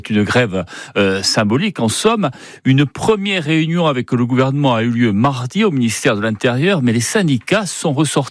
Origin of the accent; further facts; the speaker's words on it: Corsica, France; Cette colère, cette déception, on la retrouve chez nous en Corse